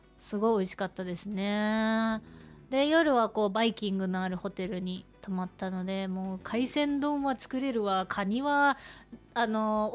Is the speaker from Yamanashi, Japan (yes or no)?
no; Iwamizawa, Hokkaido, Japan; now in Sapporo, Japan; 私地元の岩見沢にいるときはすごい醤油ラーメン派だったんですけど、なぜか札幌に来たら味噌ラーメン派になっちゃいました。